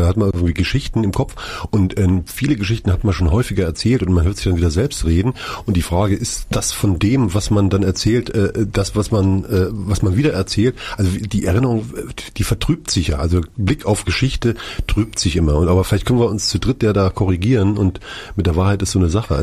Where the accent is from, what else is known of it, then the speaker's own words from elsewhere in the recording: Gera, Thuringia, Germany; moved away as an adult; now in Erfurt, Germany; Ich komme aus Gera und ich bin dann nach Erfurt gekommen, weil mein Kind hier, ja, habe ich versucht, hier groß zu ziehen.